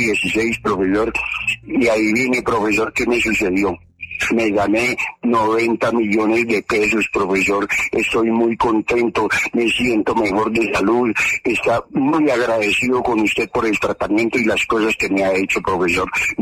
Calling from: Muzo, Boyacá, Colombia; De aquí, de Muso, Boyacá

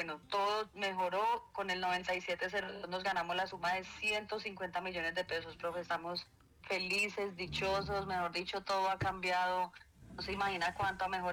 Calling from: Maceo, Antioquia, Colombia; Lo estoy saludando desde acá, desde Maceo, Antioquia.

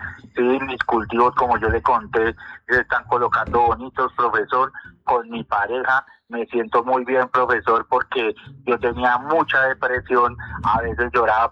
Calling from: Palocabildo, Tolima, Colombia; De aquí de Palo Cabildo, Tolima, profesor.

